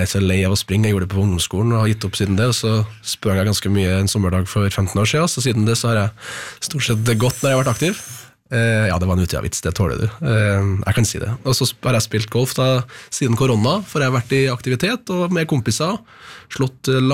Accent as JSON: {"language": "Norwegian", "region": "Trøndelag", "country": "Norway", "moved": "yes", "said": "Jeg var hjemme i Trøndelag hos søstra mi og hennes barn, og bestemor og bestefar."}